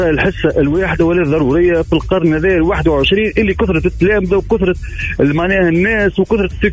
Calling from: Tunisia; ألو صباح الخير،

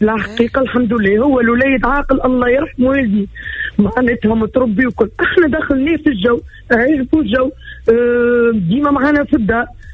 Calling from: Ezzahra, Ben Arous, Tunisia; من الزهرة.

